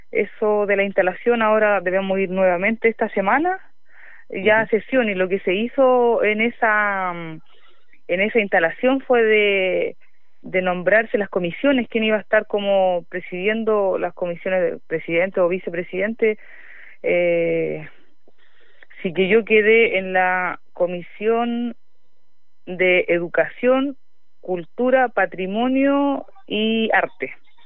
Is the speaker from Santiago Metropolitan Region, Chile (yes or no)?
no; Galvarino, Araucanía, Chile; de acá de Galvarino, de acá yo soy nacida y criada.